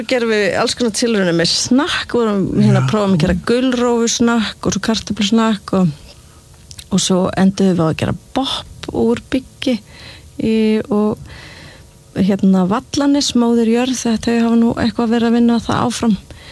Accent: Seltjarnarnes, Capital Region, Iceland; born or raised there; also born or lived in Reykjavík

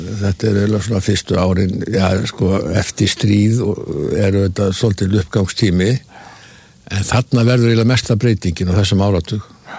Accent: Capital Region, Iceland; Ég óttulega ólst upp eiginlega svolítið á Hlíðarenda.

